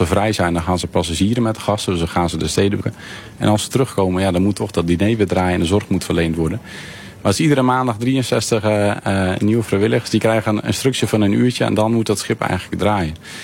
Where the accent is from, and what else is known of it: Friesland, Netherlands